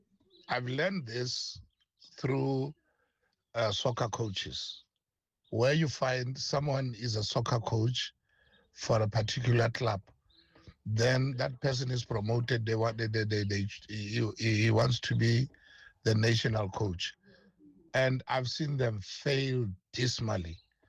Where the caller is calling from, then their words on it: Gauteng, South Africa; at Doornkop.